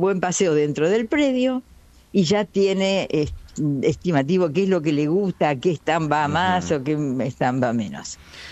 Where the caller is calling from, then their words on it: Argentina; Y somos argentinos